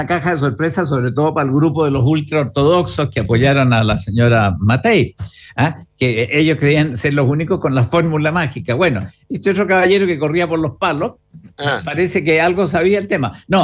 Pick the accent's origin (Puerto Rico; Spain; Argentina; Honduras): Argentina; Tierra del Fuego; Como soy yo medio fueguino, allá el tráfico entre Ushuaia y el continente se hace a través del territorio chileno y de la aduana chilena.